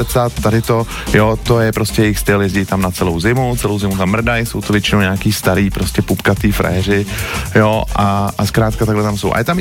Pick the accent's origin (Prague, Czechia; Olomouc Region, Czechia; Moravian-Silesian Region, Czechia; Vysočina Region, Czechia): Prague, Czechia; hodně se věnuju Česku, Praze, protože jsem z Prahy